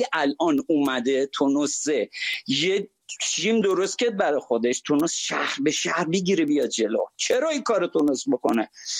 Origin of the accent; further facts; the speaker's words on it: Shiraz, Fars, Iran; برم مرد کاکو از شیراز هستم